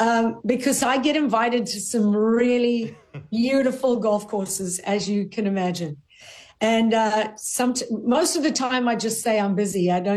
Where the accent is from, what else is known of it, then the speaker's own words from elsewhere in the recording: South Africa; So I'm from South Africa. We have some incredible golf courses in South Africa